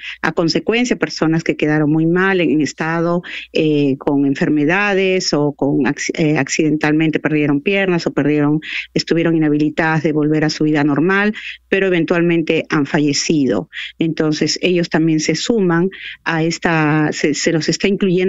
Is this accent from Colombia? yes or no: no; Peru; como peruana me siento también profundamente por la pérdida de nuestros compatriotas.